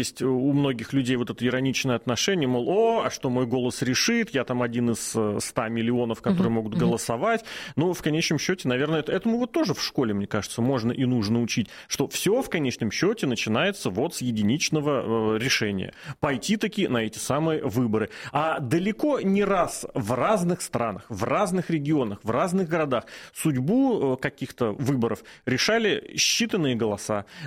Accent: Moscow, Russia; я из Южного Чертаново, мой район, он исторически как-то экспериментальный в плане электронных различных штук

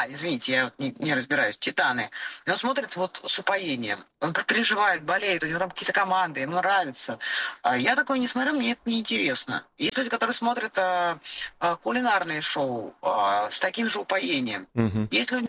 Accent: Moscow, Russia; как москвич

